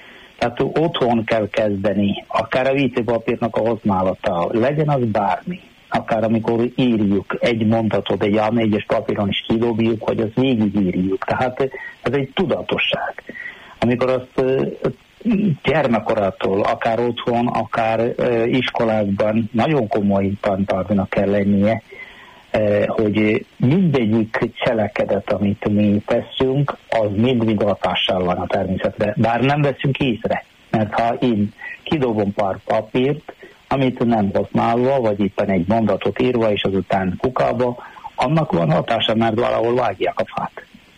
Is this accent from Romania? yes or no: no; South India, India; Hungarian is a second language; moved away as an adult; now in Hungary